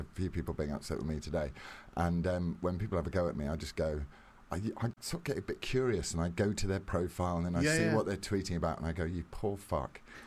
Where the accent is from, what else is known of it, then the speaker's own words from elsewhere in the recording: Middlesbrough, North East England, United Kingdom; accent: Geordie; No, I'm from Geordie. I'm from Middlesbrough.